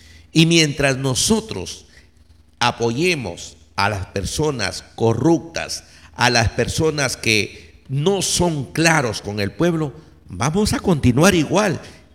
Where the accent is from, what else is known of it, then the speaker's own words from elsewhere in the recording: Olmos, Lambayeque, Peru; ¿eso significa que yo quiero a mi pueblo de Olmos?